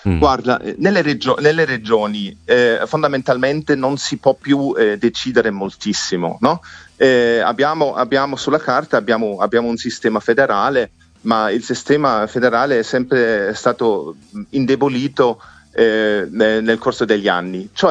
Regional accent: Bavaria, Germany; moved away; della Baviera, da dove vengo io

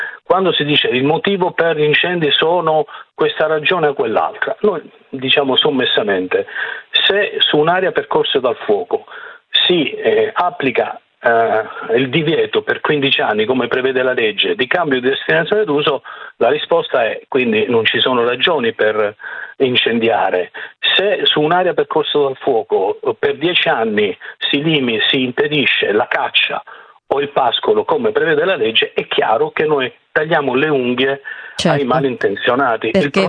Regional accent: Calabria, Italy; io lo dico anche da calabrese

